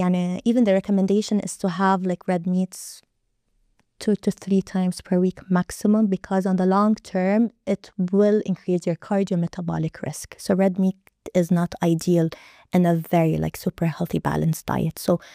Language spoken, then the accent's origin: English; Lebanon; We are proudly Mediterraneans as Lebanese, okay?